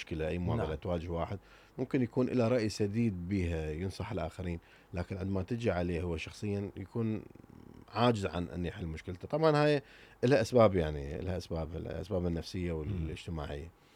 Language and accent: Arabic; Iraq